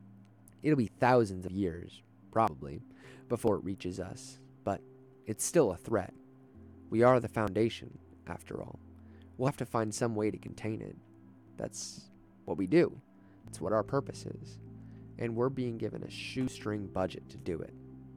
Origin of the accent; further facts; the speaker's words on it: London, United Kingdom; I grew up in London. Huge city, a vast metropolis.